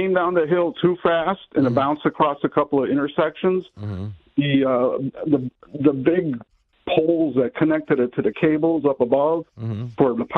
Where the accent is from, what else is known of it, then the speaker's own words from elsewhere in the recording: San Francisco, California, United States; Oh, I grew up in San Francisco on California Street, and we had the number one municipal railway, California number one bus.